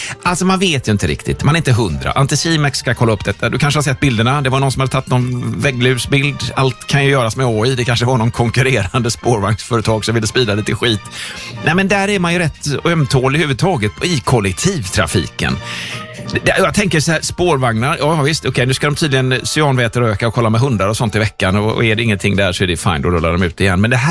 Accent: Gothenburg, Västra Götaland County, Sweden; Så jag som gammal göteborgare så känner jag så bara, nej!

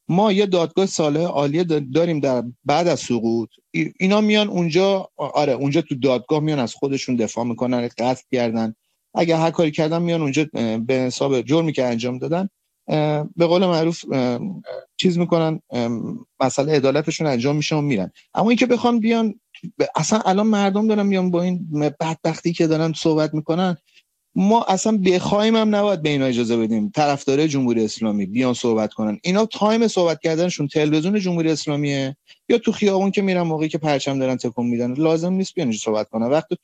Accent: Karaj, Alborz, Iran; moved away; من بچه کرجم

